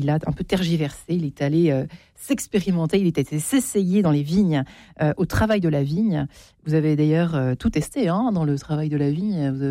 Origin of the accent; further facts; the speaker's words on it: Versailles, Île-de-France, France; Je suis la caricature parfaite du Versaillais. Je suis né, j'ai été baptisé à Versailles dans une famille catholique pratiquante.